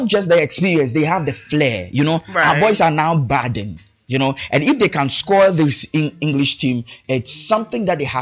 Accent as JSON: {"language": "English", "country": "Ghana", "said": "My prediction as a Ghanaian, okay? As a Ghanaian"}